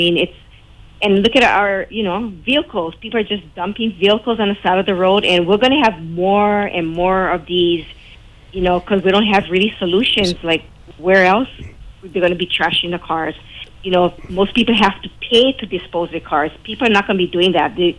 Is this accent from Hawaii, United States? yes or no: yes; Hawaii, United States; I'm from the West Side.